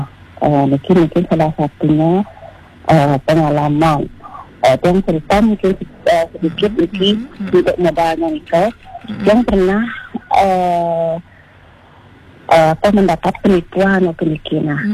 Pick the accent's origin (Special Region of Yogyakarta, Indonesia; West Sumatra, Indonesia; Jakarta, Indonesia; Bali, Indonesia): Bali, Indonesia; Gianyar; Nah, kebetulan kita dari Gianyar.